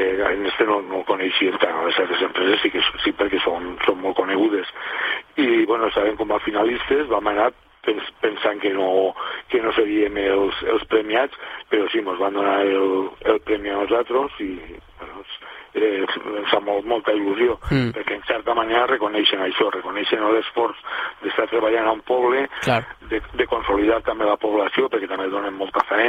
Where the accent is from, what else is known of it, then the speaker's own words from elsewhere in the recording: Castelló de la Plana, Valencian Community, Spain; Jo em vaig criar a Castelló i als 23 anys vaig inaugurar a la Mata